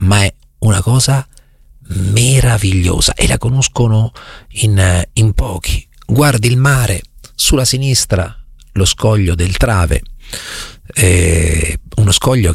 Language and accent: Italian; Marche, Italy; Quando parlo della mia terra ne parlo con grande amore e con grande trasporto.